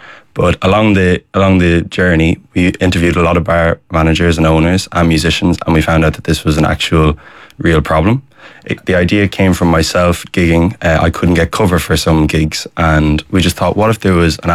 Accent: Connacht, Ireland; Because I'm from Leitrim. And then I've been known in Dublin because I've been gigging there for the last 4 years.

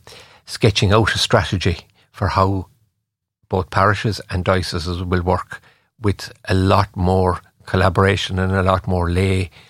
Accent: County Clare, Ireland; which is Clare, I'm from Clare.

